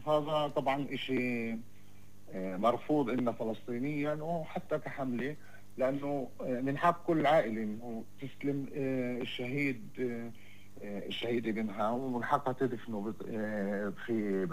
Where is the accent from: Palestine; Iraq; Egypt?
Palestine; إحنا كفلسطينيين